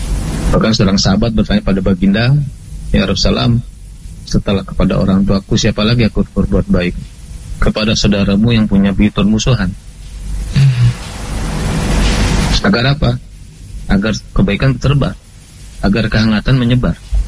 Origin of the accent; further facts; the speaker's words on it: West Sumatra, Indonesia; karena saya orang Sumatera Barat.